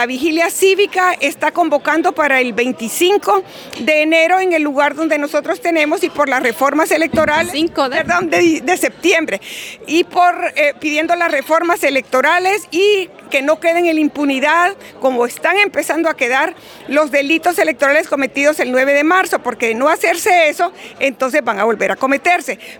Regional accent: Honduras

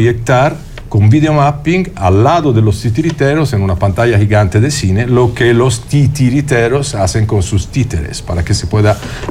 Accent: Italy; now in Mexico; nosotros vivimos, somos italianos, pero vivimos en México.

